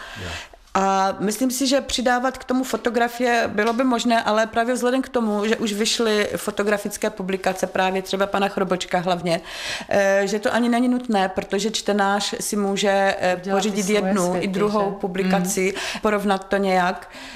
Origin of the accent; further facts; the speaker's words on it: Horní Suchá, Moravian-Silesian Region, Czechia; also born or lived in Havířov; Pocházím z Horní Suché, bydlela jsem nějakou dobu v Havířově. Teď zase zpátky bydlíme s rodinou v Horní Suché, takže jsem zdejší rodačka